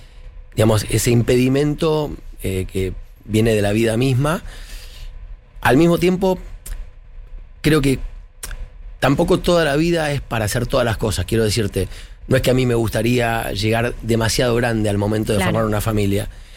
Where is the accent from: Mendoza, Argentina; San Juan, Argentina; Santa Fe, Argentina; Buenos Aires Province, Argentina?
Buenos Aires Province, Argentina; Adrogué; moved away; Yo soy de Adrogué, provincia de Buenos Aires.